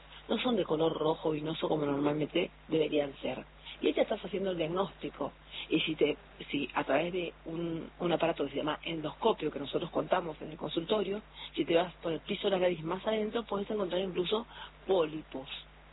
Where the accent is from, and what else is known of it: Bella Vista, Corrientes, Argentina; now in Buenos Aires, Argentina